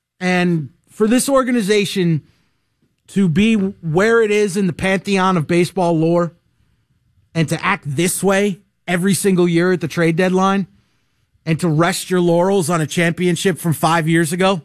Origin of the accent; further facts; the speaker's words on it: New York, United States; I know I grew up in New York